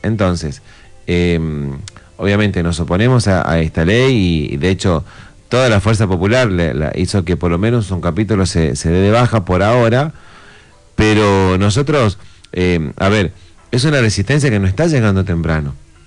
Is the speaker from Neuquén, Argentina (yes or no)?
no; Misiones, Argentina; vengo de Misiones